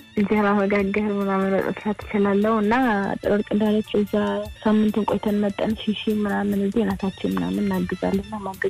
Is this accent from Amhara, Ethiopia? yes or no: yes; Gondar, Amhara, Ethiopia; እኔ ጎንደር ነው ተወልጄ ያደግኩት።